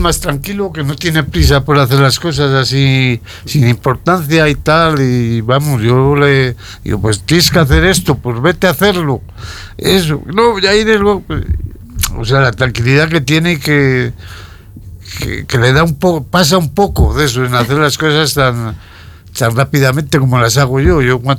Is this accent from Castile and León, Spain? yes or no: yes; Sedano, Castile and León, Spain; now in Burgos, Spain; yo le he llevado a mi pueblo, a Sedano que soy.